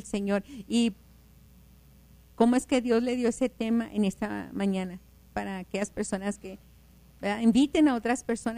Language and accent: Spanish; El Paso, Texas, United States; Somos de aquí, del Paso, Texas.